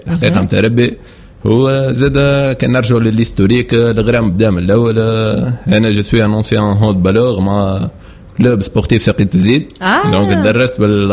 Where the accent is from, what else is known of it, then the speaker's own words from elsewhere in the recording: Sakiet Ezzit, Sfax Governorate, Tunisia; مع جماعتي سقيت الزيد وهي حومتي